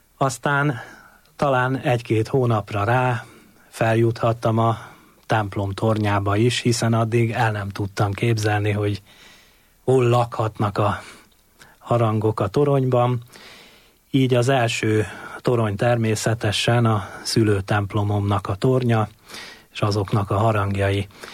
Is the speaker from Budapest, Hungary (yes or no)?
no; Vértesszőlős, Komárom-Esztergom, Hungary; A Komárom-Esztergom megyei vérteszőlős községből származom, oda születtem, jelenleg is ott lakom